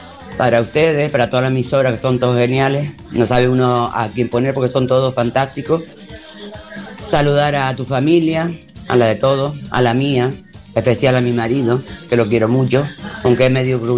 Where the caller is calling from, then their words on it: San Isidro, Canary Islands, Spain; de San Isidro